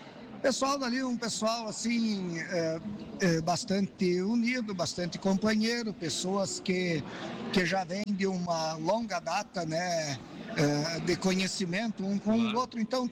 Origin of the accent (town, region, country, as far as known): Rio Grande do Sul, Brazil; born or raised there; also born or lived in Victor Graeff